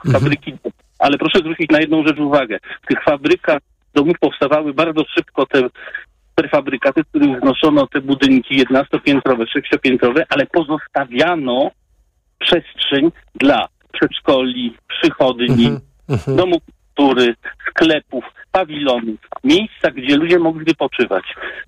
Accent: Wrocław, Lower Silesian Voivodeship, Poland; born there; Ja przedstawiłem się państwu jako osoba spod Wrocławia, ale jestem z urodzenia wrocławianinem, uciekłem z tej metropolii właśnie do mniejszego

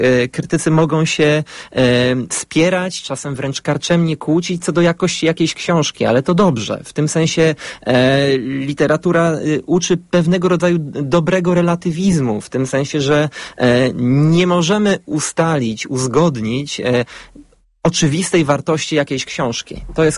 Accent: Radom, Masovian Voivodeship, Poland; pochodzę z Radomia

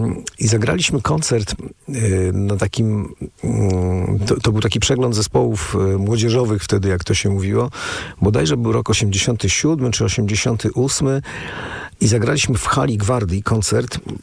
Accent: Warsaw, Masovian Voivodeship, Poland; also born or lived in Łódź; bo ja studiowałem w Łodzi, ale jestem warszawiakiem i wróciłem do swojego rodzinnego miasta po studiach.

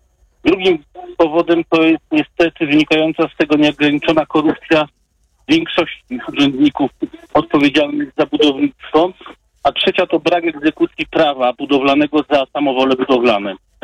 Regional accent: Wrocław, Lower Silesian Voivodeship, Poland; born there; Ja przedstawiłem się państwu jako osoba spod Wrocławia, ale jestem z urodzenia wrocławianinem, uciekłem z tej metropolii właśnie do mniejszego, do tak zwanego Warzanka

